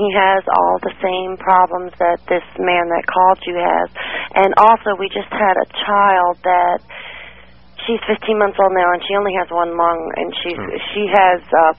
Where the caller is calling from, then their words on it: Spring, Texas, United States; calling from Spring, Texas.